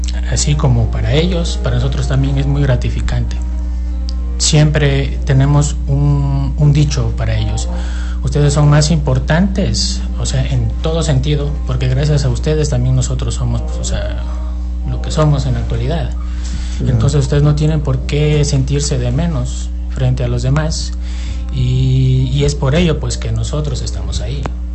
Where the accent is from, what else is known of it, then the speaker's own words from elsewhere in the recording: Loja, Ecuador; soy de Loja